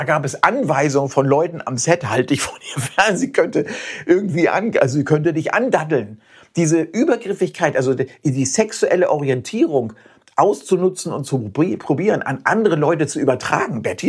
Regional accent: Hamburg, Germany; moved away; also born or lived in Cologne; als Hamburger Heterosexuelle

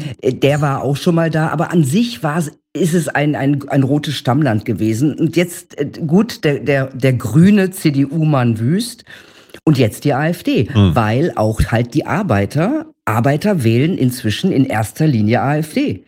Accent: Gelsenkirchen, North Rhine-Westphalia, Germany; zum Beispiel in meiner alten Heimatstadt Gelsenkirchen. Also Gelsenkirchen war jetzt nie eine wunderschöne Stadt, ja.

